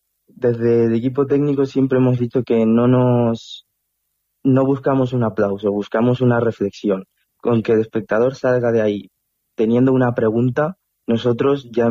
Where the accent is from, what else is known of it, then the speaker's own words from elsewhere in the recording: Tomelloso, Castilla-La Mancha, Spain; Tenemos uno en Tomelloso, en mi pueblo, sí, el 18 de septiembre.